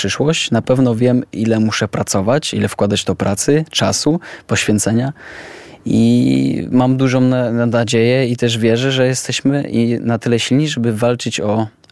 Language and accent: Polish; Rzeszów, Subcarpathian Voivodeship, Poland; jest to moje miasto, tak? Urodziłem się w Rzeszowie, jestem rzeszowianinem